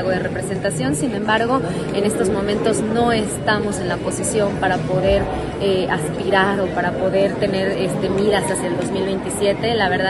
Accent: Mexico; tenemos el derecho como mexicanos

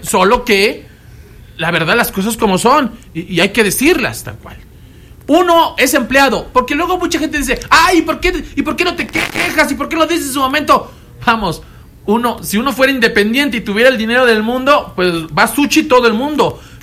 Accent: Mexico City, Mexico; now in Puebla, Mexico; Soy una persona que mi familia somos de la Ciudad de México. Esa es una realidad.

